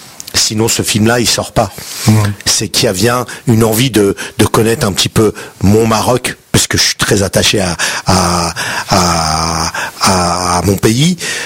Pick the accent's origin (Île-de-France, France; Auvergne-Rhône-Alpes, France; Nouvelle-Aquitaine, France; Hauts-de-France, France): Île-de-France, France; Paris; quand je me présente à l'étranger, je dis I'm French, je viens de Paris, tu vois. Je dis pas I'm from Oujda.